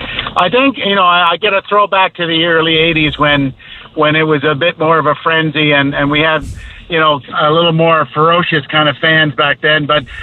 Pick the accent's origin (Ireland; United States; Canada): Canada; Ontario; born there; I was born in Ontario, but my father's from Grand Falls